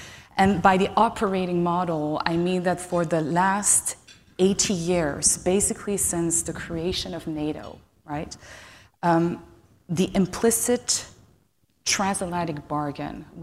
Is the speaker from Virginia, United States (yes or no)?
no; New York, United States; And yet I grew up in New York, so it's a kind of weird, weird kind of mix